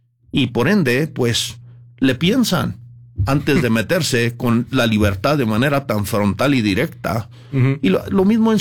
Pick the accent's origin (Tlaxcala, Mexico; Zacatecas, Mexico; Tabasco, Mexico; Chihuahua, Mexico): Chihuahua, Mexico; born there